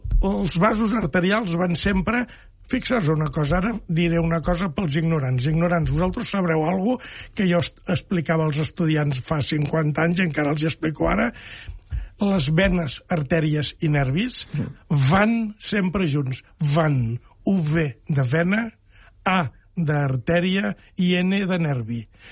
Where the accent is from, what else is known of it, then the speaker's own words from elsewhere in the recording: Catalonia, Spain; soc de la Cerdanya jo, els pagesos del meu poble fa molts anys que em deien